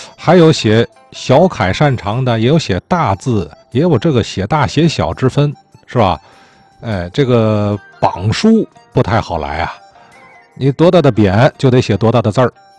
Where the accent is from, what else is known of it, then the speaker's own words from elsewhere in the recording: Tianjin, China; 咱们天津人首先想到就是劝业场啊，